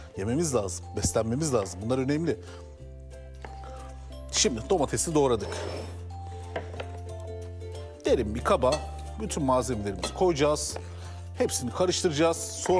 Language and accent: Turkish; Adana, Turkey; Bir Adanalı olarak bunu size temin edebilirim.